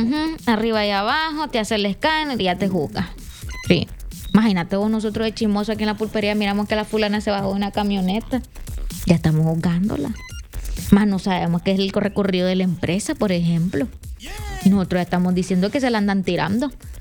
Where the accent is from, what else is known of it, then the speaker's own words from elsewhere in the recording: Nicaragua; Que me venga un indio patarrajada de aquí, de Nicaragua, que somos unos indios, así nos dicen ahora.